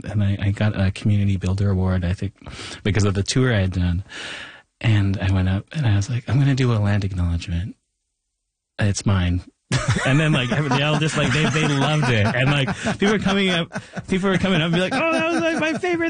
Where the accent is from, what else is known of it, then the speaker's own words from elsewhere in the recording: Thunder Bay, Ontario, Canada; And I bring that back even to growing up in Thunder Bay, where, like, you know, it There is, like, you know, a lot of tensions between the Indigenous and non-Indigenous communities up there.